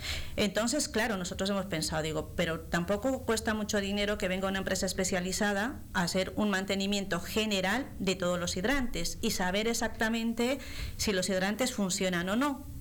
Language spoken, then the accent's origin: Spanish; Marugán, Castile and León, Spain; porque en mi pueblo es verdad que muchas administraciones, incluso Diputación, incluso la Junta, me han llegado a decir que, bueno, Marugán es un pueblo pequeño y a lo mejor el presupuesto pues no es el mismo, no.